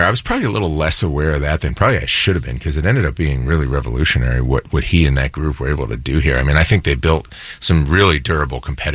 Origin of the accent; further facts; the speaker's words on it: Philadelphia, Pennsylvania, United States; I was from Philly